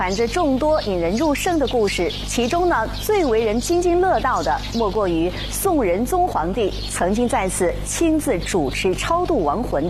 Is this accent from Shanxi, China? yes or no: no; Mingguang, Anhui, China; 这就是我的家乡明光市女山湖镇